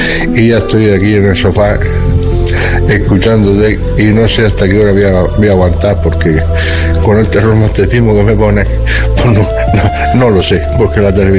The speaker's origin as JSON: {"language": "Spanish", "town": "Fuente Álamo", "region": "Region of Murcia", "country": "Spain"}